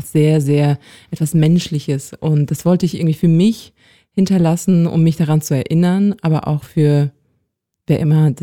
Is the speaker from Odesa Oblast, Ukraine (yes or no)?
no; Kyiv Oblast, Ukraine; aus dem Norden der Ukraine, aus der Region von Kiew, wo ich aufgewachsen bin.